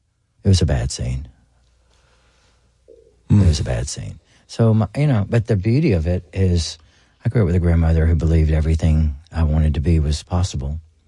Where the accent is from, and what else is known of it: Boonville, Mississippi, United States; born or raised there